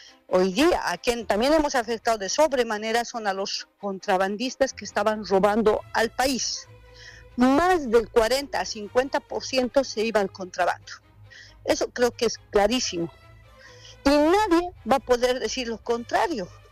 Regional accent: El Alto, La Paz, Bolivia; Primero, yo vengo de la ciudad del Alto

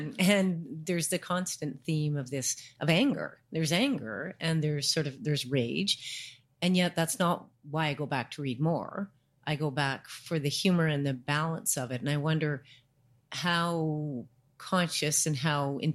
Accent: Toronto, Ontario, Canada; from Toronto as well.

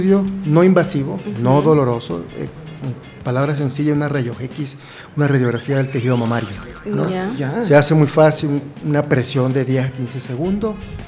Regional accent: Venezuela; moved away as an adult; now in Ibarra, Ecuador; Yo soy venezolano.

